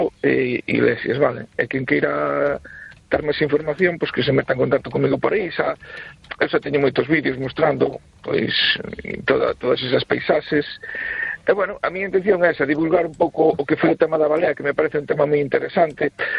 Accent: Cee, Galicia, Spain; now in A Coruña, Spain; con que levo 23 anos pescando aquí na Coruña, teño outro no meu pobo, que é Cé.

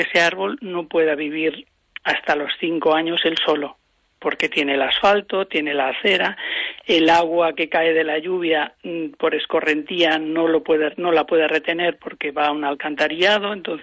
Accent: Galicia, Spain

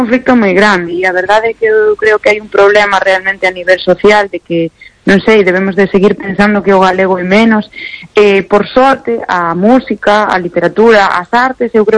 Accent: Galicia, Spain; eu creo que é un patrimonio, bueno, inmaterial, fundamental que nos define como galegos realmente.

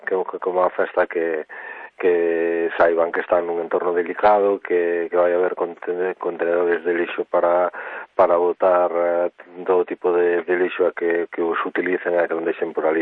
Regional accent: Galicia, Spain; En Bergantiños somos tamén pataqueiros e pataqueiras, non?

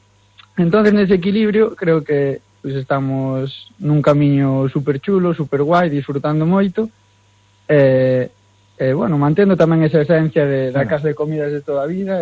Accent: Galicia, Spain; Privilegio poder, bueno, sair elegido como cociñeiro galego.

